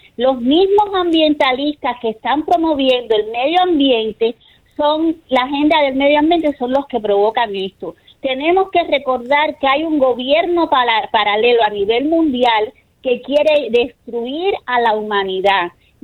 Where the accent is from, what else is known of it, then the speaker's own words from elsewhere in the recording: Cuba; Yo me solidarizo con el pueblo venezolano, porque yo soy cubana, soy hispana